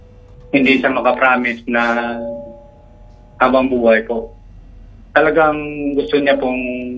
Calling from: Bacolod, Negros Island Region, Philippines; ng Bacolo City.

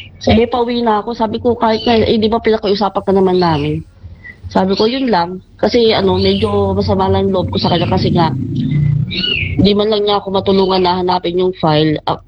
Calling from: Quezon City, Metro Manila, Philippines; taga Dumaliches, Quezon City.

